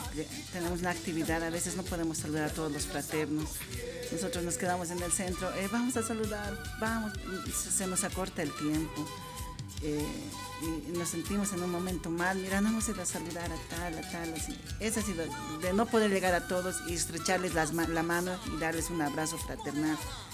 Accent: Bolivia; Y como buen boliviano

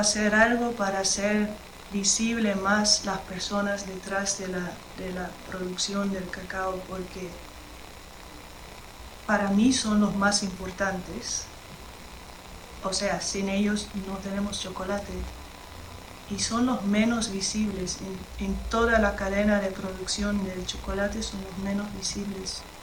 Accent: Amsterdam, North Holland, Netherlands; now in London, United Kingdom; soy artista plástica, vivo en Londres ahora, pero soy originalmente de Ámsterdam, de Holanda

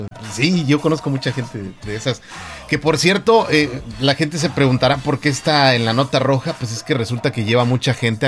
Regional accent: Mexico; como los mexicanos, ¿no? Que somos

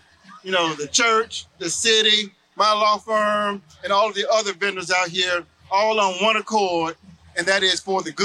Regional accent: United States; I was born and raised right here in the Dunbar community.

